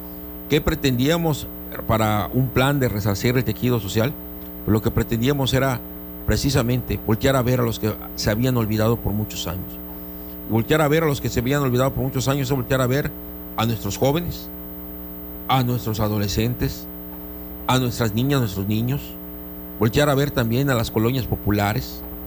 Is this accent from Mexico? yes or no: yes; Cozumel, Quintana Roo, Mexico; nací en Cozumel, crecí en Cozumel, me desarrollé en Cozumel, a mí me tocó vivir un Cozumel, hoy estamos viviendo otro Cozumel